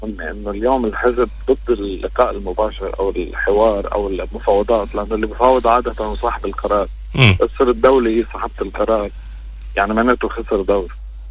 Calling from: South Lebanon, Lebanon; من الجنوب

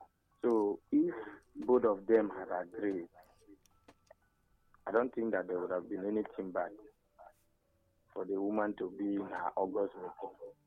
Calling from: Cross River, Nigeria; I'm calling from Ogubra in Cross River State.

